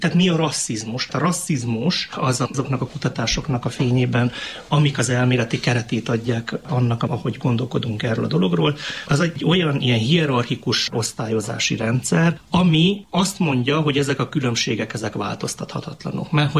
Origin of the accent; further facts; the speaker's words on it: Transylvania, Romania; Mi erdélyi magyarként tudjuk